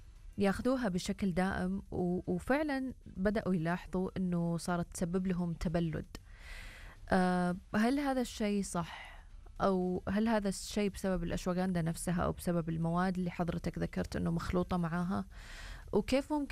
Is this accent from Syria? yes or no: no; Saudi Arabia